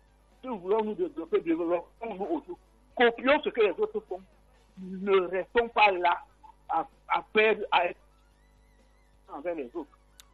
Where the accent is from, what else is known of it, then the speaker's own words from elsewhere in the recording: Cameroon; On est Camerounais.